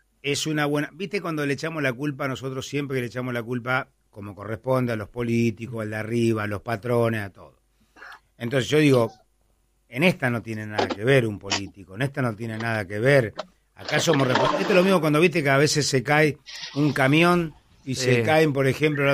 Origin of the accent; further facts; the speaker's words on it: Argentina; somos los argentinos